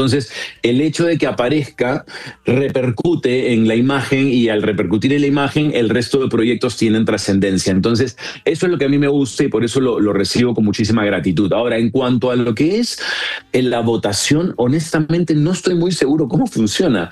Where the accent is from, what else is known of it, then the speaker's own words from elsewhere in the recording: Peru; soy el único peruano